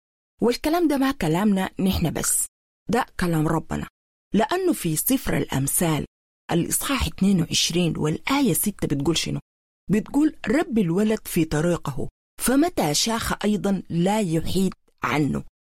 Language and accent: Arabic; Sudan; نحن كسودانيين